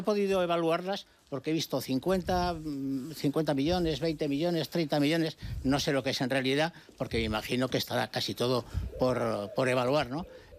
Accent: Castile and León, Spain; moved away; en mi pueblo, se llama el de Huela de la Bóveda, en Salamanca, y tendrá, no exagero, pero posiblemente tiene unas 200 hectáreas o 300

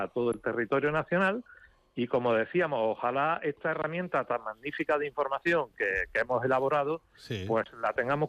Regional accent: Jaén, Andalusia, Spain; en mi provincia personal, que yo soy de Jaén

